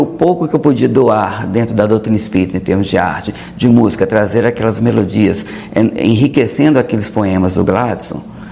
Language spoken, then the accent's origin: Portuguese; Belo Horizonte, Minas Gerais, Brazil; nós somos de Belo Horizonte